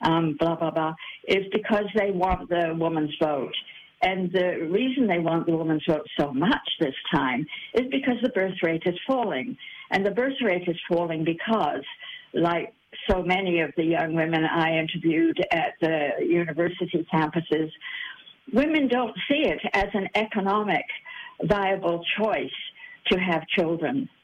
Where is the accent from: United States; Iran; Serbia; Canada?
Canada; accent: Canadian; now in New Zealand; my accent is Canadian.